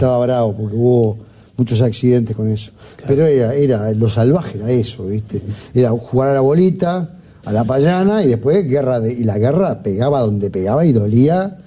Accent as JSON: {"language": "Spanish", "region": "Montevideo", "country": "Uruguay", "tie": "born or raised there", "said": "cuando yo nací en Civil Silaboyá, después me mudé a Lucio Rodríguez y Camilo Las Tropas, que es al lado del Estadio del Cerro, a 2 cuadras del Estadio del Cerro. Y sí, era un barrio muy obrero."}